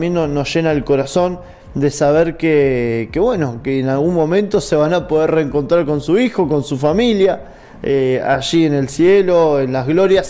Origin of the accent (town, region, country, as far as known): Argentina